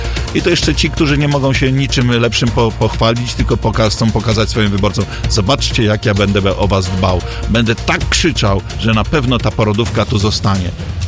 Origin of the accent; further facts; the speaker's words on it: Gorzów Wielkopolski, Lubusz Voivodeship, Poland; ja jestem Gorzowianinem